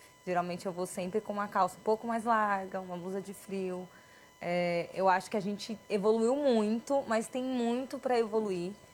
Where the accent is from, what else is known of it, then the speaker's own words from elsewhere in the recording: São Paulo, Brazil; Não, gente, mas não, porque eu sou de São Paulo, né?